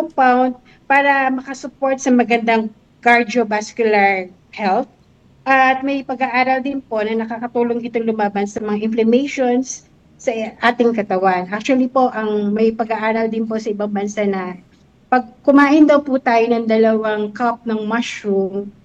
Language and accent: Tagalog; Central Luzon, Philippines; Yes po, taga-Bulacan po ako